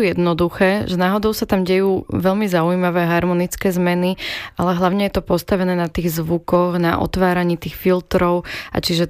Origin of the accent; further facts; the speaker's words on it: Stupava, Bratislava Region, Slovakia; lebo som zo Stupavy